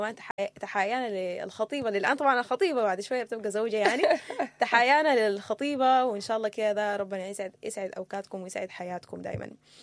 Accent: Sudan; احنا كلنا كسودانيين

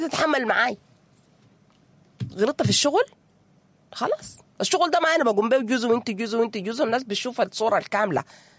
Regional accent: Sudan; احنا كسودانيين متعودين على الاحتزار

